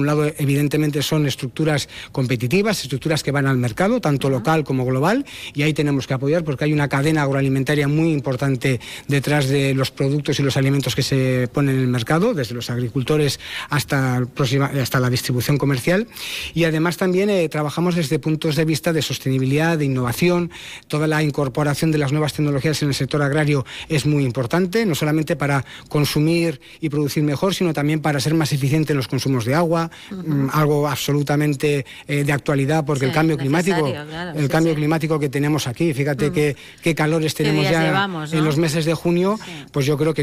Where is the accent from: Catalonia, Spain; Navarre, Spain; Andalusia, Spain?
Navarre, Spain; Y eso es de reconocer en una tierra como Navarra, que es, todos somos de pueblo, todos venimos de las robadas